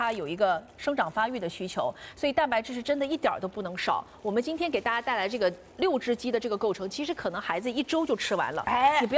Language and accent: Chinese; Jiujiang, Jiangxi, China; 我是江西人啊，我是江西九江人